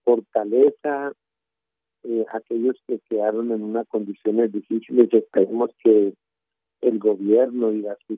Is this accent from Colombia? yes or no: yes; Colombia; Nosotros somos colombianos